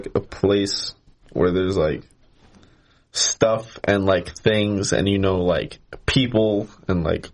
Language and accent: English; Roxbury, Massachusetts, United States; I'm from Roxbury.